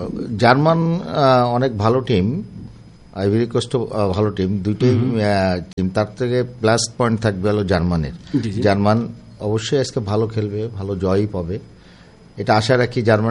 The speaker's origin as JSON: {"language": "Bangla", "country": "Bangladesh", "said": "আমরাও যারা বাংলাদেশের লোক আছি"}